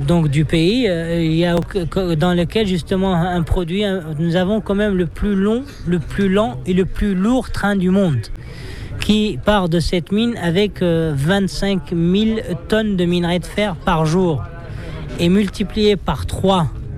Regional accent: Zouérat, Tiris Zemmour, Mauritania; French is a second language; Alors moi j'ai grandi, je suis né dans la ville de nos jours, qui est une ville au nord du pays Zouérat, là où il y a la mine, l'exploitation du minerai de fer. Et donc je suis né dans la ville, j'ai grandi à l'école dans la ville

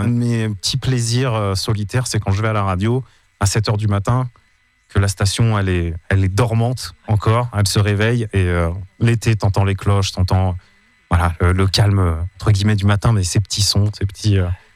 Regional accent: Val d'Isère, Auvergne-Rhône-Alpes, France; la station dans laquelle j'ai grandi à Val d'Isère quand j'étais gamin

